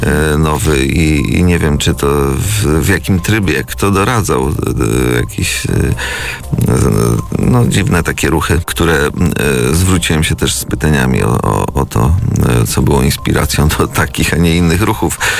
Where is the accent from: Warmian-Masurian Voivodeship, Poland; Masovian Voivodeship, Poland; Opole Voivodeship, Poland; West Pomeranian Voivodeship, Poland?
Masovian Voivodeship, Poland; Przasnysz; also born or lived in Mława; jestem z Przesnysza i tutaj z naszego okręgu, można powiedzieć, ale jestem też właścicielem od roku mieszkania w Mławie, także jestem mławianinem